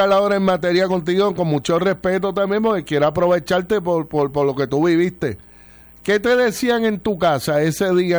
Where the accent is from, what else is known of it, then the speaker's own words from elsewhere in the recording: Añasco, Puerto Rico; de mi pueblo de Añasco